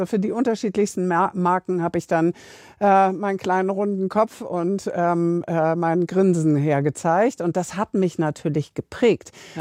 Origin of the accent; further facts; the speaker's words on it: Hamburg, Germany; Eppendorfer Landstraße 18, Ecke Hornstraße. Da bin ich groß geworden, in einem Mehrfamilienhaus.